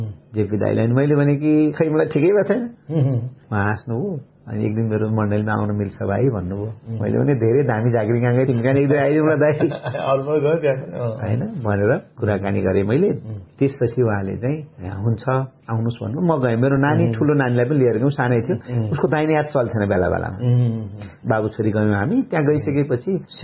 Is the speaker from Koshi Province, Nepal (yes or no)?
no; Surkhet, Karnali Province, Nepal; म सुर्खेतको देखेँ जुन घरमा म जन्मेको हुर्केको ठाउँ थियो